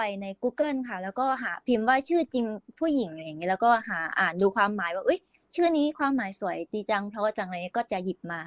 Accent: Southern Thailand, Thailand; หนูเป็นคนใต้นะคะ

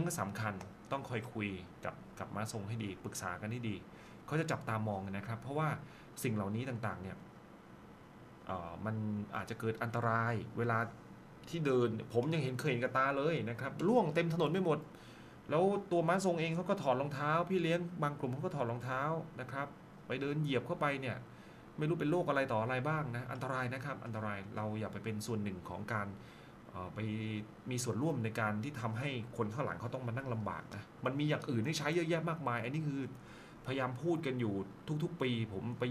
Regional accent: Phuket, Thailand; เราเป็นคนพื้นถิ่นเราเป็นคนปุนเตเราเป็นคนภูเก็ตนะครับ

